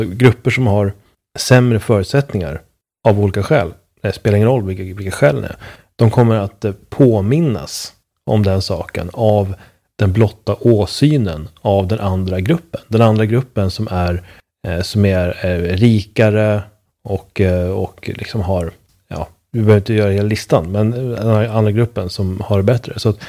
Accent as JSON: {"language": "Swedish", "country": "Sweden", "tie": "born or raised there", "said": "När jag var ung i Sverige, liksom 20-30 år tidigare."}